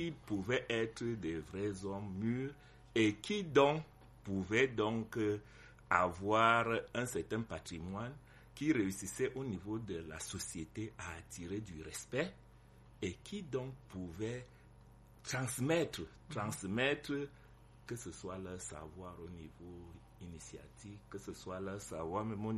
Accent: Yaoundé, Centre, Cameroon; je suis de Yaoundé, donc où vous voyez le camp Ayaya, c'est là où il y avait nos champs, les champs de Pana.

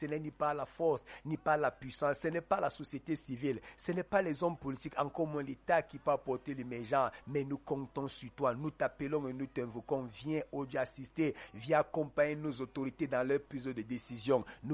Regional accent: Cameroon; en tant que Camerounais vivant dans ce pays.

